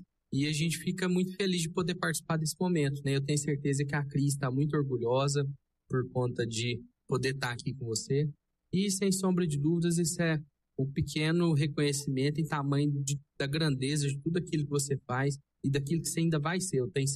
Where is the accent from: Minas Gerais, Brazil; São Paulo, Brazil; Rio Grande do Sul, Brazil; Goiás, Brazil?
Goiás, Brazil; Anápolis; now in Silvânia, Brazil; sou natural de Anápolis